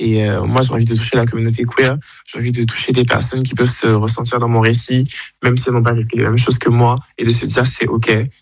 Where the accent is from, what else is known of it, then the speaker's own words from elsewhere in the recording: Côte d’Ivoire; moved away as an adult; now in France; Moi, j'ai grandi en Côte d'Ivoire, là-bas, il n'y a pas la question de la race, du racisme, tout le monde était noir.